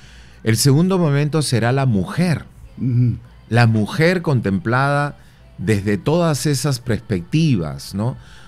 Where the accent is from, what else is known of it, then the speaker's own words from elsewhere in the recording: Peru; somos peruanos cuando hacemos competencia con Chile para el deporte